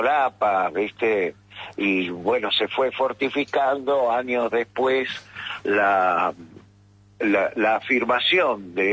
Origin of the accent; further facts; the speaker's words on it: Buenos Aires, Argentina; born there; Nací en el barrio de Versalles.